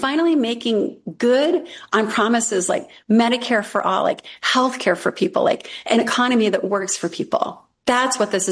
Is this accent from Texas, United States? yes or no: no; Maine, United States; I grew up in Maine since my whole life in CD2, in the rural part of the state. I'm a carpenter's daughter.